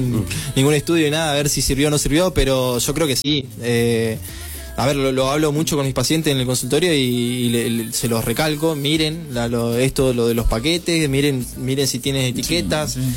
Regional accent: Maquinchao, Río Negro, Argentina; moved away as an adult; now in Viedma, Argentina; Soy de Maquinchao, la línea sur. Ya es mi octavo año acá, estoy en Viedma

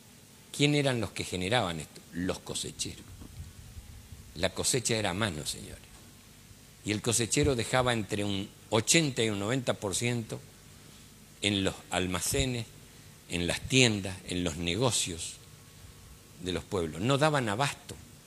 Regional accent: Chaco, Argentina; yo soy del Chaco.

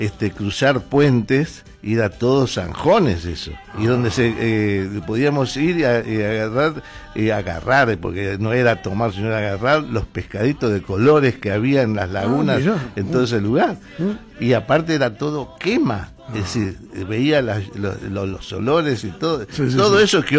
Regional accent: Buenos Aires, Argentina; mi familia hace 100 años, yo ya tengo, ya estoy cercano a los 80 también, así que, y nací en Mataderos. Por conseguir, y vivo en Mataderos, sí. Me casé en la zona de Mataderos, sigo viviendo en el lugar. Mi familia toda es de la zona, tanto Liniers, Lugano, Mataderos, Parque Avellaneda, vivimos todos en toda esta zona

